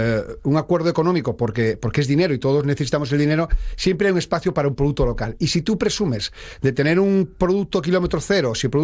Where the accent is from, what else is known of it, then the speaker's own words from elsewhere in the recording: Galicia, Spain; Y es que yo soy gallego.